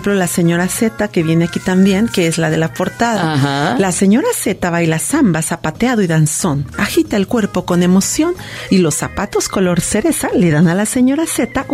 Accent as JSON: {"language": "Spanish", "town": "Jocotepec", "region": "Jalisco", "country": "Mexico", "said": "en Jocotepec lo acabo de presentar también, que es mi municipio, que es mi tierra."}